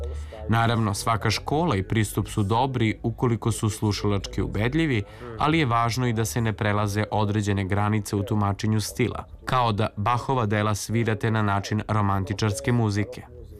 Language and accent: Serbian; Gdańsk, Pomeranian Voivodeship, Poland; Serbian is a second language; U međuvremenu sam u obližnjoj crkvi u mom rodnom gradu Gdansku upoznao zvuk orgulja